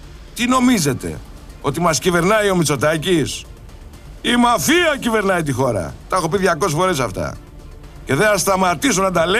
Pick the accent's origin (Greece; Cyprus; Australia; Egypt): Greece; Είμαστε Έλληνες εμείς